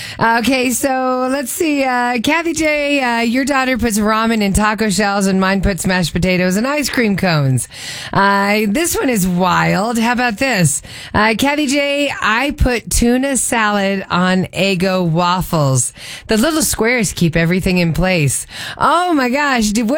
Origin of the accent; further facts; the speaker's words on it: Thornton, Colorado, United States; growing up in Thornton.